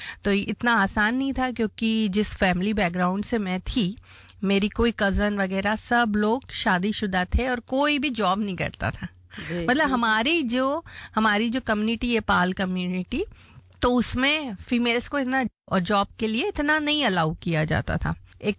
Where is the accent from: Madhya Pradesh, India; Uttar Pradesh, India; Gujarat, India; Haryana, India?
Madhya Pradesh, India; Ujjain; हमारा छोटा सा उज्जैन शहर